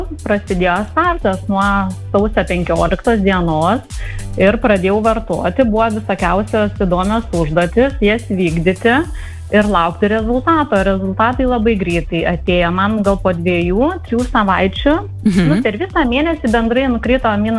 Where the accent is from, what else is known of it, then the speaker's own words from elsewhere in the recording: Panevėžys, Panevėžys County, Lithuania; Gal truputėlį sumaišėt miestus, esu iš Panevėžio.